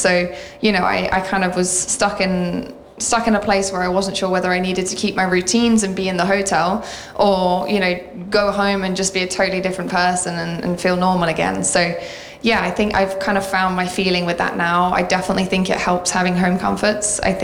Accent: Nottingham, East Midlands, United Kingdom; always feel great coming back to Nottingham. Every time I step into here, it's like going home. It's my hometown. It's my home place.

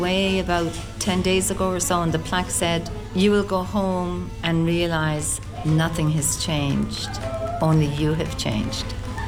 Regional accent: Dublin, Leinster, Ireland; accent: Dublin; I grew up in Dublin.

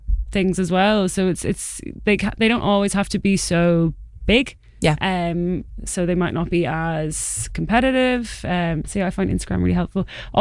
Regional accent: Dublin, Leinster, Ireland; also born or lived in Belfast; now in London, United Kingdom; I'm from Dublin. Mum's from Belfast.

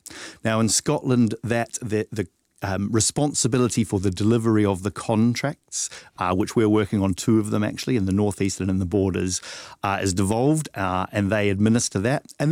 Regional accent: New Zealand; I'm originally from New Zealand, so good luck in the rugby on Saturday.

